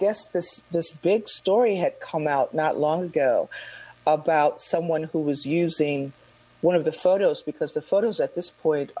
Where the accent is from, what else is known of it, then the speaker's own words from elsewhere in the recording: Chicago, Illinois, United States; I'm from Chicago.